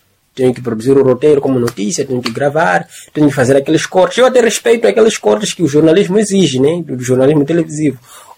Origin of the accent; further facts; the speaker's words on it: Chimoio, Manica, Mozambique; also born or lived in Beira, Mozambique; eu nasci na Beira, estou a crescer em Chimoio